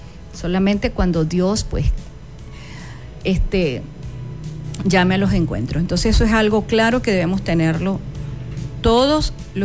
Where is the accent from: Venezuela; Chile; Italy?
Venezuela; nosotros como venezolanos